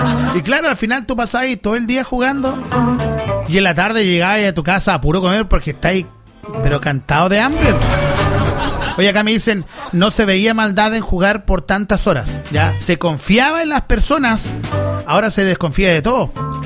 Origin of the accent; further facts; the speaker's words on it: Los Ángeles, Biobío, Chile; born there; en la población que yo crecí, La población estaba poblada hasta cierto lugar y de ahí para atrás había en puro potrero. Supongamos, mire, acuérdense los que son nacidos y criados acá en Los Ángeles.